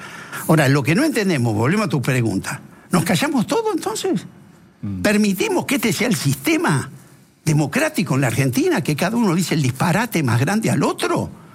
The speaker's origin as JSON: {"language": "Spanish", "region": "Basque Country", "country": "Spain", "said": "Pues a mí como vasco me decís vos, ya está, ¿no?"}